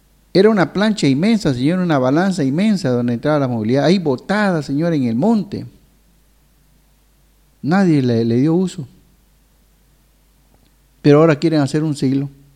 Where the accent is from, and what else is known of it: Beni, Bolivia